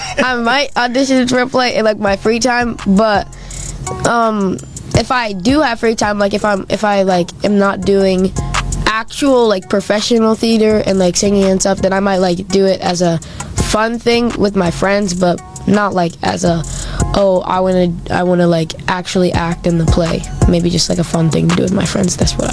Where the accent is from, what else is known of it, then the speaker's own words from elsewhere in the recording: Minneapolis, Minnesota, United States; Minneapolis, Minnesota.